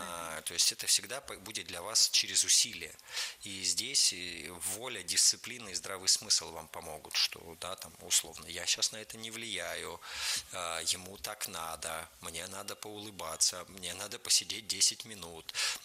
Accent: Arkhangelsk, Arkhangelsk Oblast, Russia; Архангельск, мой родной город.

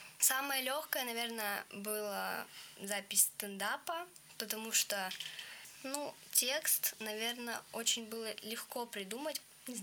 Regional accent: Cherepovets, Vologda Oblast, Russia; Я из Череповца.

